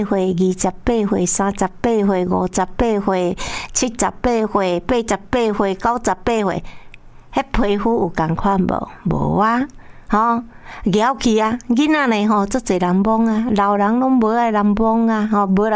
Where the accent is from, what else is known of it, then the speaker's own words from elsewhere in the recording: Pingtung County, Taiwan; 那我们屏东哈，因为我是屏东人啊